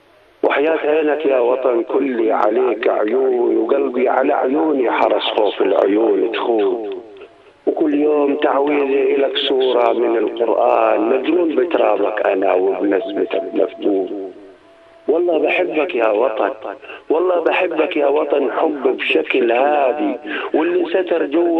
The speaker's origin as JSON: {"language": "Arabic", "country": "Jordan", "accent": "Jordanian", "said": "يا اخوان لهجتنا الأردنية غنية وكافية وقادرة على انها تخدم القصيدة"}